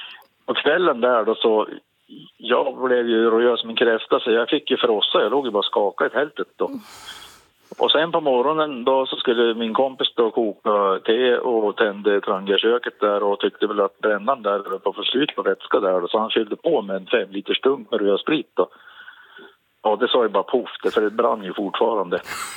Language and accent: Swedish; Jämtland County, Sweden; ja men solen här är väl ungefär som hemma i Jämtland.